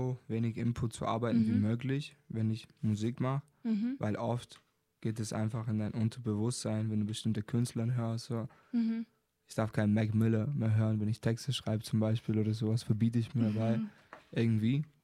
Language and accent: German; Almería, Andalusia, Spain; first language Spanish; German is a second language; now in Germany; In Andalusien, in Almeria, im Süden.